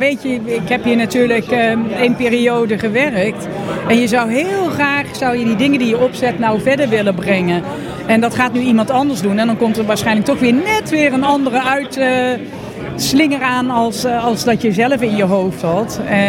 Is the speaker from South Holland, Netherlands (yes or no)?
yes; Leiden, South Holland, Netherlands; Maar ik kwam uit Leiden.